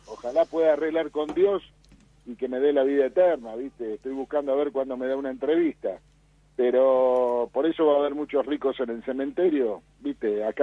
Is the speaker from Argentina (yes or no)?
yes; Argentina; yo estoy convencido de que soy argentino